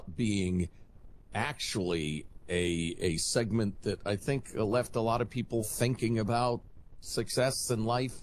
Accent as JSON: {"language": "English", "town": "Chicago", "region": "Illinois", "country": "United States", "tie": "born or raised there", "said": "I grew up in Chicagoland. There are tons of Polish people and Slavs and Serbs and all sorts of people"}